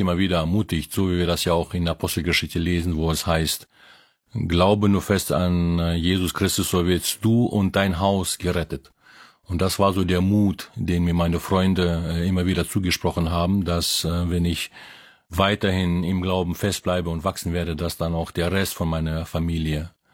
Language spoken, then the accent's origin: German; Philippines; Ich bin in den Philippinen aufgewachsen und mein Vater hat, der war Ingenieur und der hat auf einer anderen Insel gearbeitet.